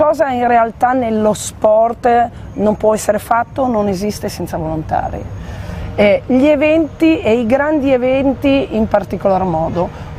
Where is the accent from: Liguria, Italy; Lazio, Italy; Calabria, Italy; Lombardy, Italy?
Liguria, Italy; Imperia; Io sono di Imperia.